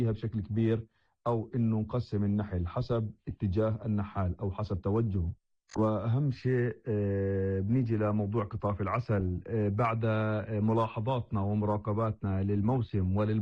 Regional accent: Palestine

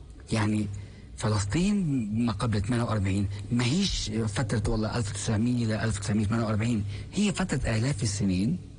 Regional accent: Palestine; نحن كفلسطينيين في حالة خاصة وفترة زمنية تتطلب منا إعادة تشكيل هويتنا

